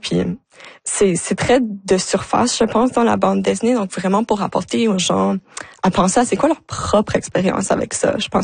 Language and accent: French; Moncton, New Brunswick, Canada; moi je viens de Moncton, donc on s'entend dans le Nouveau-Brunswick, Moncton, c'est quand même une grande ville. Mais je peux dire que moi, grandissant à Moncton, je filais pas comme si c'était une grande ville.